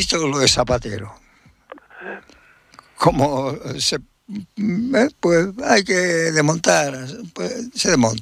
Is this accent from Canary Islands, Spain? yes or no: yes; Lanzarote, Canary Islands, Spain; yo soy de Lanzarote